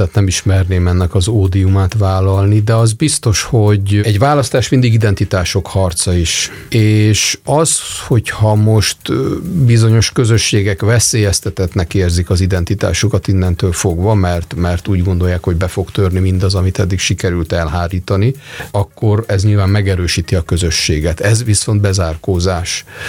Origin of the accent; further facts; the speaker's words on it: Budapest, Hungary; moved away; Én nem budapesti vagyok, újpesti, az egy peremkerület, de 15 éve kiköltöztünk falura.